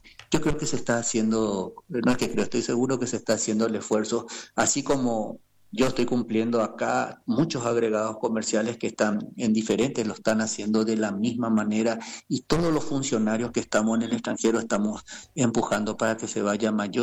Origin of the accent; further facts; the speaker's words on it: Paraguay; no solamente nosotros como funcionarios hablamos como paraguayos